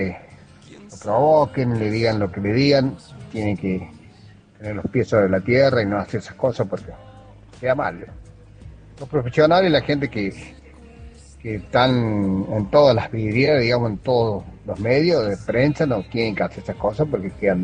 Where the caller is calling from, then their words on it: Villa Mercedes, San Luis, Argentina; de Villa Mercedes.